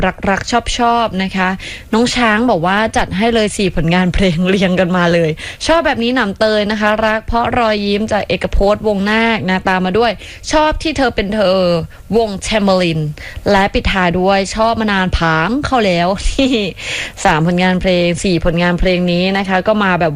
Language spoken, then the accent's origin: Thai; Bangkok, Thailand; หนูเป็นคนกรุงเทพค่ะ